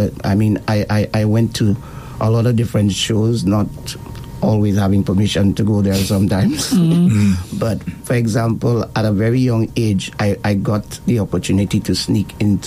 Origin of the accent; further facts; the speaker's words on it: St. Lucia; growing up in Lance Road, as you said, the communities of Lance Road, Leclerc, Sans Souci, we were very, very close. And so I was born in the era where … were one of the biggest names. And last in a family of nine.